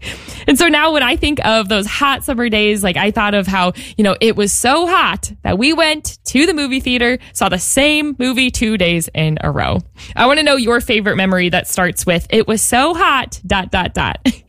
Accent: St. Louis, Missouri, United States; So I grew up mostly in the St. Louis, Missouri area.

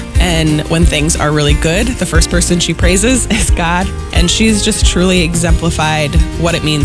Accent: Oconomowoc, Wisconsin, United States; from Oconomowoc.

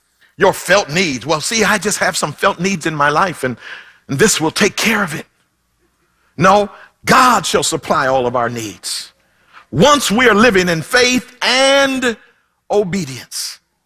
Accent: Philadelphia, Pennsylvania, United States; born or raised there; moved away

